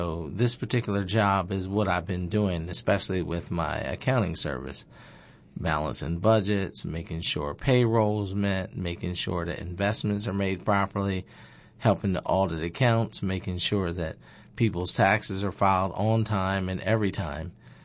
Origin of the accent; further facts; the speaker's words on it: Lewes, Delaware, United States; I'm a Sussex County native, born and raised in Lewis, Delaware.